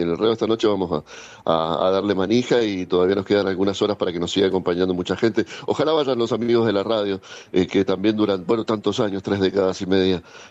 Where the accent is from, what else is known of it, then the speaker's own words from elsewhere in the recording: Mendoza, Argentina; los mendocinos somos, los artistas mendocinos somos como tribus no contactadas hasta que salimos por primera vez.